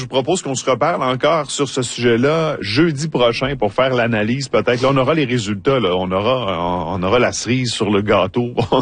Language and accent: French; Quebec, Canada; chez nous en Abitibi-Témiscamingue